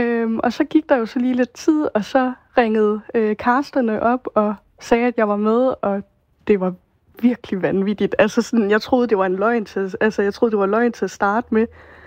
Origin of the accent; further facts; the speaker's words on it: Nuuk, Sermersooq, Greenland; moved away as an adult; now in Denmark; Jeg har boet her sammenlagt i 4 år nu. Så det, altså, jeg er jo oprindeligt fra Nuuk af, og der er jeg jo så født og opvokset. Og så er det egentlig i forbindelse med mit studie, at jeg valgte at flytte herned til Danmark.